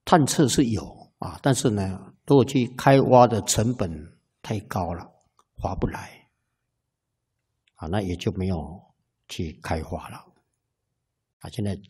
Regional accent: China

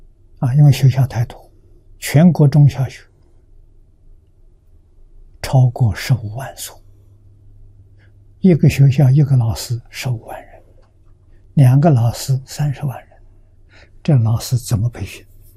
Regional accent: China; 我们中国人看到外国人在起步了

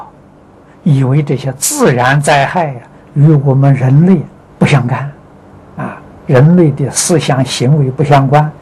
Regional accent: China; 那我们中国人称圣人

